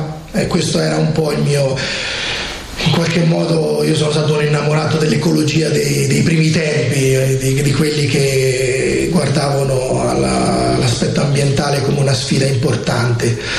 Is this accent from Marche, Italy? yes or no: yes; Ancona, Marche, Italy; also born or lived in Jesi; now in Gubbio, Italy; da una famiglia del centro Marche, la zona dello Jesino per intenderci, sono nato a Jesi, in realtà però sono cresciuto ad Ancona, quindi mi considero anconetano